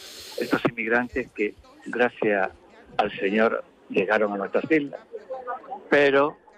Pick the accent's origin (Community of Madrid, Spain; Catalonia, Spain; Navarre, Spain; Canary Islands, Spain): Canary Islands, Spain; Las Palmas; Por aquí de Las Palmas, permanente